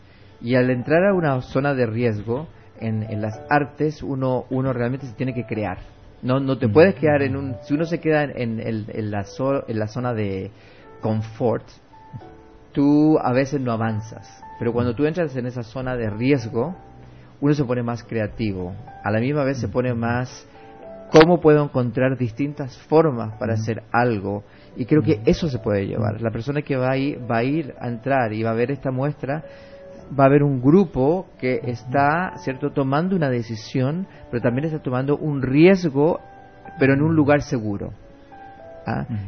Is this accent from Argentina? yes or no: no; Chile; also born or lived in Mexico; now in United States; Yo originalmente soy chileno, pero emigré a los Estados Unidos hace bastante tiempo. También pasé un tiempo en México.